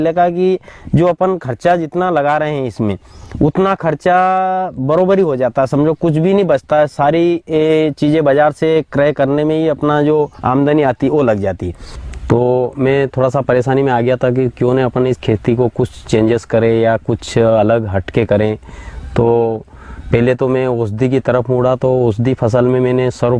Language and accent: Hindi; Madhya Pradesh, India; मध्य प्रदेश का रहने वाला हूँ।